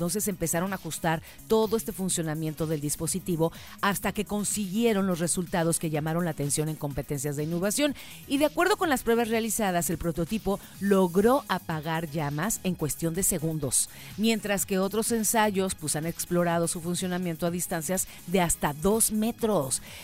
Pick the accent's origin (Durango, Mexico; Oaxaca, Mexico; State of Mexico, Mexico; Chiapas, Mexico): Chiapas, Mexico; Y la verdad es que orgullosamente somos chiapanecos.